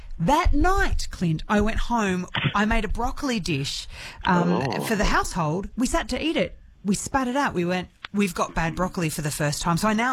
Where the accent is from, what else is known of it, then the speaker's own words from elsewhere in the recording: Ireland; Look, as an Irish person, yeah, I have a fundamental emotional tie to a potato.